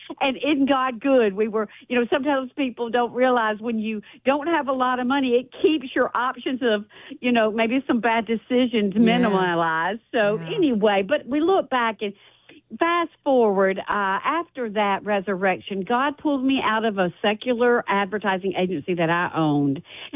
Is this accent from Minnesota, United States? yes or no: no; Mississippi, United States; You know, we were born and raised in Mississippi, and we did all the right things.